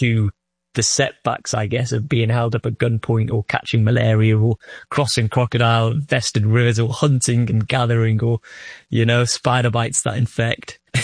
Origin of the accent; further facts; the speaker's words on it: Old Colwyn, Wales, United Kingdom; growing up in North Wales in Old Colwyn, you know, a place no one really knows